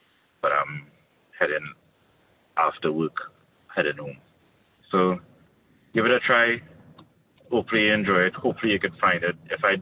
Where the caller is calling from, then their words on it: Trinidad & Tobago; This is your Trinidad Connect from the Caribbean.